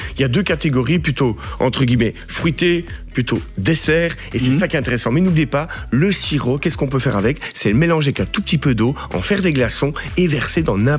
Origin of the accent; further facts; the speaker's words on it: Wallonia, Belgium; ici, en plus, on est sur un sirop bio, on est wallon, on est à Senef, on est chez nous.